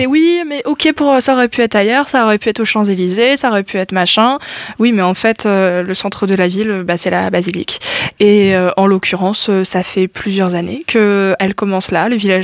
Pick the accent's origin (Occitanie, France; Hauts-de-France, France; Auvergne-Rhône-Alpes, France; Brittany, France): Hauts-de-France, France; Après, peut-être parce que je suis picarde.